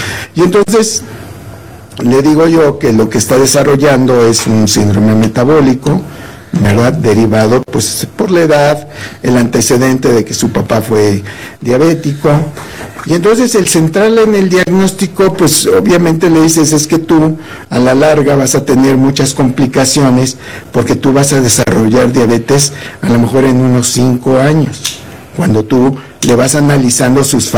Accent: Mexico; Entonces, pues nosotros comemos tortillas porque somos mexicanos.

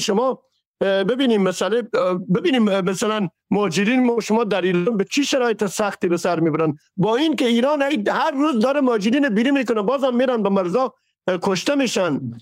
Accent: Herat, Afghanistan; moved away; در شخص خودمه که از هرات هستم

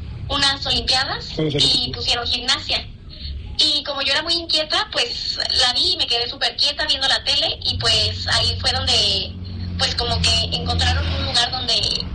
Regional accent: State of Mexico, Mexico; now in Jalisco, Mexico; yo soy del Estado de México y llegué aquí a Jalisco

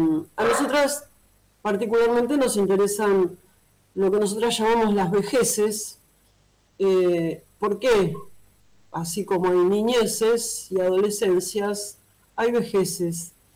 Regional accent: Tres de Febrero, Buenos Aires Province, Argentina; yo particularmente soy de 3 de Febrero, de provincia

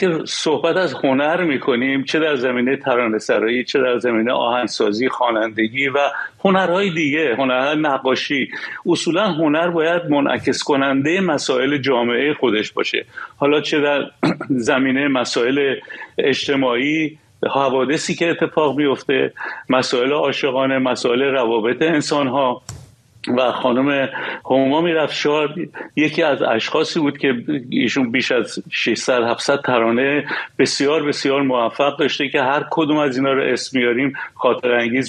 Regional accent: Iran; moved away

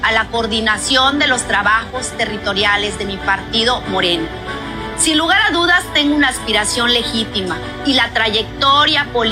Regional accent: Guerrero, Mexico; me quedo en Guerrero. Voy a seguir trabajando por mi tierra

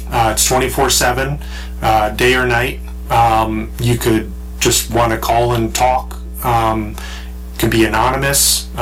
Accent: Connecticut, United States; moved away as an adult; growing up in Connecticut, it's very different.

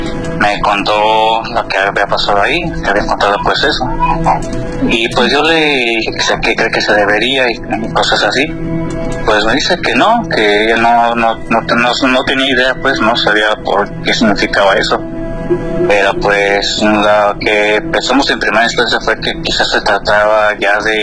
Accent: La Barca, Jalisco, Mexico; porque pues, le recuerdo soy de allá de La Barca, Jalisco, es un pueblo que está aquí como a hora y media de aquí de Guadalajara.

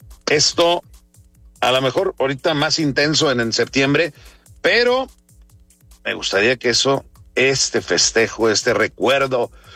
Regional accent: Mexico; así somos los mexicanos, donde andemos sentimos el orgullo de ser mexicanos.

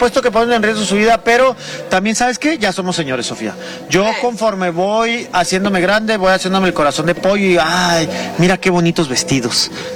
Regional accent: Mexico

